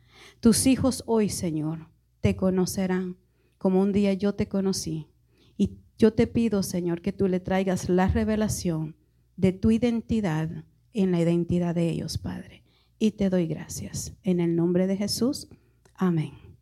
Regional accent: Guatemala; also born or lived in El Salvador; yo por gloria de Dios nací en El Salvador y me crié en Guatemala, no porque quisiera

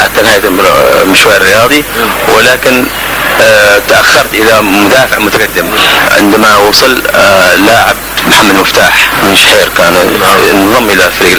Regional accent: Ghayl Ba Wazir, Hadhramaut, Yemen; born there; من مواليد 1947، مواليد غيل بوزير،

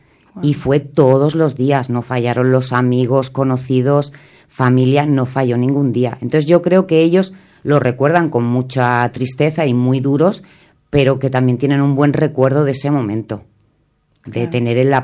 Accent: Montornès del Vallès, Catalonia, Spain; Y Montornés, ¿qué ha significado para mí? ¿Qué significa? Pues es mi pueblo. Yo me crié aquí, nací aquí, me casé aquí, tuve mis hijos aquí, trabajaba en Montornés, o sea, es mi pueblo

